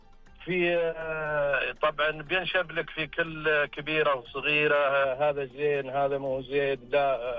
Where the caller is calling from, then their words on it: Tabuk, Tabuk Province, Saudi Arabia; أكلمك من تبوك